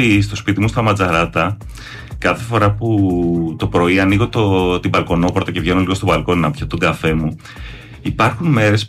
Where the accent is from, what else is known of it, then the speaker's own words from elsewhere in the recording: Ithaca, Ionian Islands, Greece; also born or lived in Astakos; Είμαι Κουρλοθιακός. Κατά το ίμιση. Κατά το άλλο μισό είμαι από τον Αστακό.